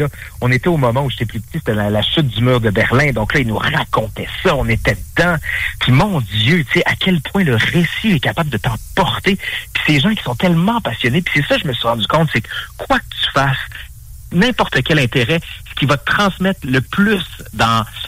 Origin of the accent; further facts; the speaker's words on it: Quebec City, Quebec, Canada; moi je viens de la ville de Québec, plus spécifiquement de Sainte-Foy, j'ai fait mes études là-bas, mais la moitié de ma famille était française.